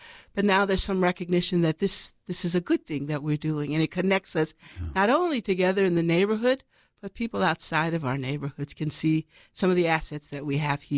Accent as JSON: {"language": "English", "town": "Los Angeles", "region": "California", "country": "United States", "said": "I'm from South Central Los Angeles"}